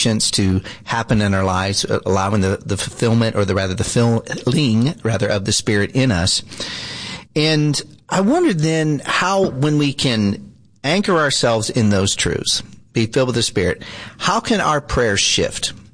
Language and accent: English; the South, United States; I grew up in the South.